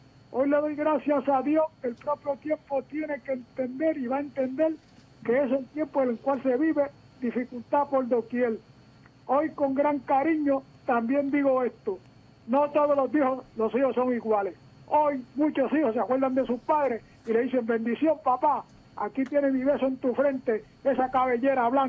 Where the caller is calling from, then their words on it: Carolina, Puerto Rico; de Carolina.